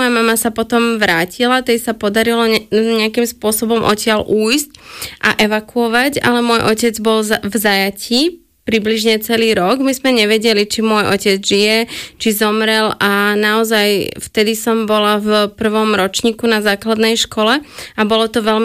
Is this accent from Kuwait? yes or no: yes; Kuwait; moved away; Ako dieťa som žila v Kuvajte, potom sme žili v rôznych krajinách